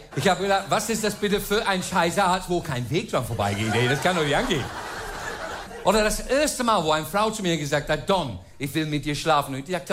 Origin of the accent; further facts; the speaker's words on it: England, United Kingdom; German is a second language; moved away as an adult; now in Germany; Ja, ich bin Engländer, bin aber seit 30 Jahren in Deutschland.